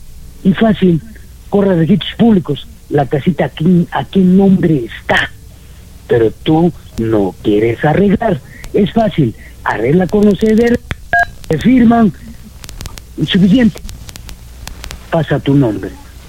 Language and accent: Spanish; Arequipa, Peru; born there; yo tengo 60 años, nací en La Pampa. Los del pueblo de Paucarpata, a la ampliación le tienen La Pampa.